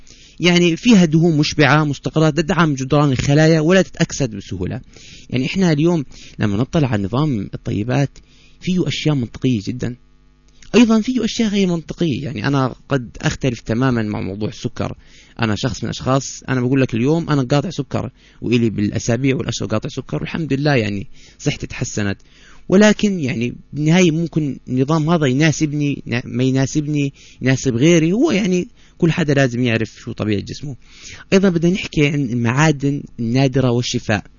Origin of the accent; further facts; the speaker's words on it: Jordan; وأغلب إحنا في بيوتنا كأردنيين نأكل دجاج وبيض.